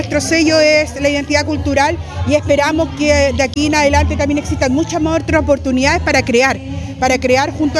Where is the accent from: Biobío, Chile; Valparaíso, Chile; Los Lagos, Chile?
Los Lagos, Chile; Chiloé; nuestro también reconocimiento local como chilotes